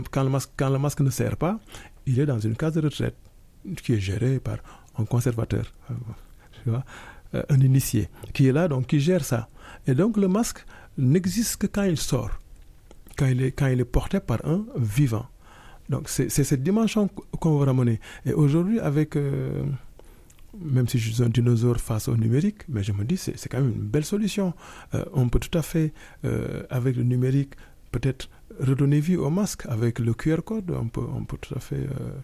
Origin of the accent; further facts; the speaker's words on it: Senegal; ne parle pas en tant que Sénégalais ou en tant qu'Afranco-Sénégalais, je parle juste en tant qu'humain